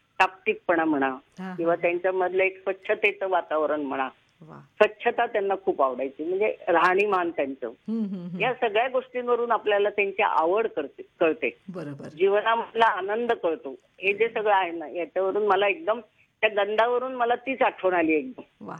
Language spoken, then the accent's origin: Marathi; Nashik, Maharashtra, India; तर आम्ही एकदा गेलो होतो नाशिकला, मी नाशिकचीच आहे तशी.